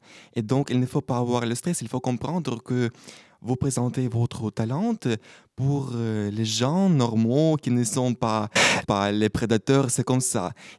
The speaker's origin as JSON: {"language": "French", "country": "Ukraine", "moved": "yes", "said": "je viens de l'Ukraine"}